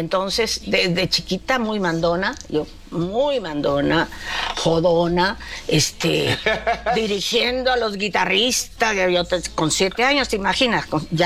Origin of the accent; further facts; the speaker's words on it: Chiclayo, Lambayeque, Peru; a los 7 ya andaba yo en todos los concursos de aficionados de mi tierra natal, allá en el norte del Perú, en Chiclayo.